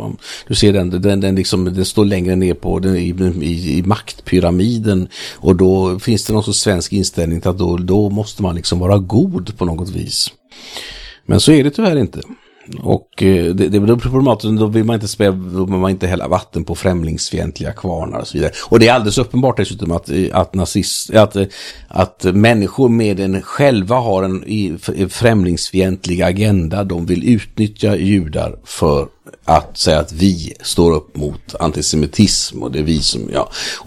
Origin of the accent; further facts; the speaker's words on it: Paris, Île-de-France, France; Jag kommer från Paris. Jag var i Paris förra veckan.